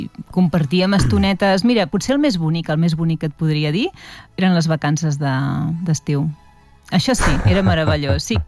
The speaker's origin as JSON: {"language": "Catalan", "town": "Vilafranca del Penedès", "region": "Catalonia", "country": "Spain", "tie": "born or raised there", "also_born_or_lived": "Barcelona", "said": "jo em sento més vilafranquina que res, no? Jo veig les vinyes i ja em sento a casa. Sí. I allà vaig passar la infància fins als 18 anys, que vaig tornar a Barcelona per estudiar."}